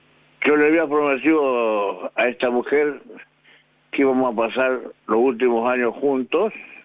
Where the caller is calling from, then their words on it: General Pico, La Pampa, Argentina; De General Pico, La Pampa.